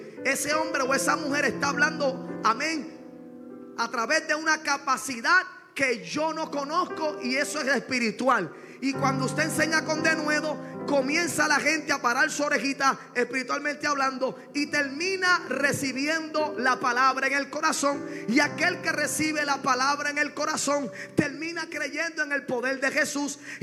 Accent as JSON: {"language": "Spanish", "country": "Puerto Rico", "said": "Hablando acá como puertorriqueño"}